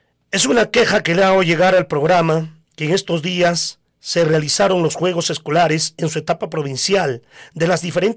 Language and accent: Spanish; Coracora, Ayacucho, Peru